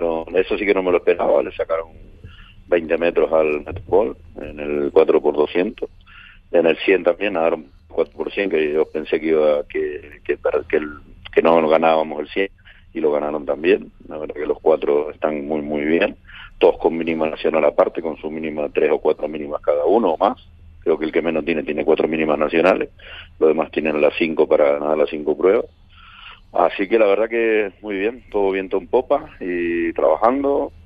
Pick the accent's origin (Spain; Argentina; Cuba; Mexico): Argentina; argentino